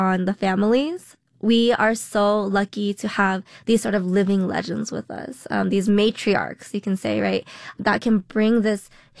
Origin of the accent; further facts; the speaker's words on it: Colorado, United States; I was born and raised in Colorado